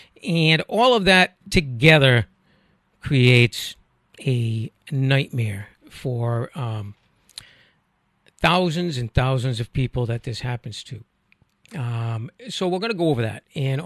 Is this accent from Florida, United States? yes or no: no; Rhode Island, United States; accent: Rhode Island; I try my hardest to not project my Rhode Island accent